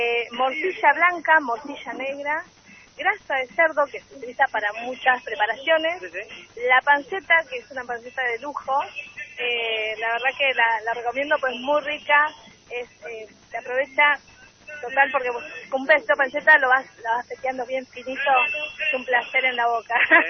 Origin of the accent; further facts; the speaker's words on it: Argentina; now in Río Colorado, Argentina; yo estoy viviendo en Río Colorado, soy oriunda de este pueblo. Vivo en Río Colorado en este momento.